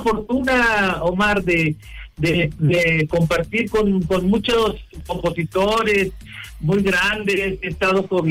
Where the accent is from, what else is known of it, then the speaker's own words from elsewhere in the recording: Veracruz, Mexico; born there; moved away; yo vengo de un pueblito muy chiquito ahí de la Huasteca